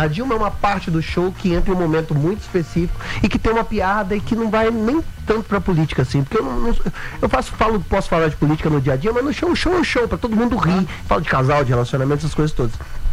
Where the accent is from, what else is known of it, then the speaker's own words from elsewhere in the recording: Guarani, Minas Gerais, Brazil; moved away; eu doei tudo pra Guarani, minha cidade natal. Tem 9 mil habitantes.